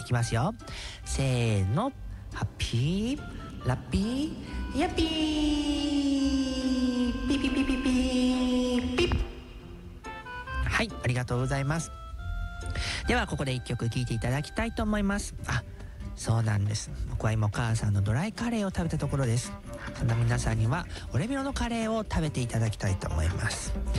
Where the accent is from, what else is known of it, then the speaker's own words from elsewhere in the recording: Okazaki, Aichi, Japan; moved away; 地元岡崎にアウトレットができるなんて僕も驚いております。